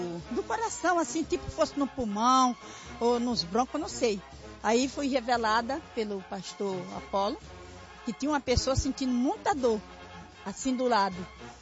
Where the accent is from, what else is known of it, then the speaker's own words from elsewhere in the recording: Santa Teresa, Brazil; Eu venho de Santa Teresa.